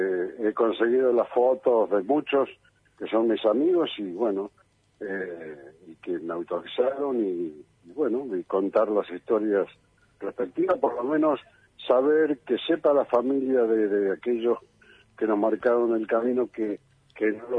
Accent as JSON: {"language": "Spanish", "region": "Patagonia", "country": "Argentina"}